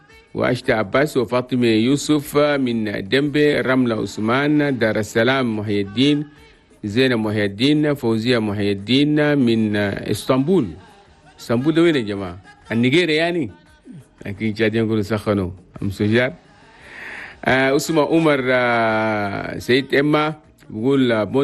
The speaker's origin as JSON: {"language": "Arabic", "country": "Chad", "said": "العالم وخاصه 23 ولايه بلدنا تشاد"}